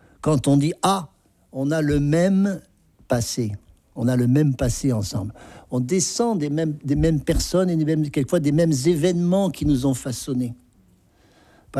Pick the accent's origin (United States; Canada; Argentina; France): France; Alors, je sais bien, les Français, on aime bien manger, mais quand même.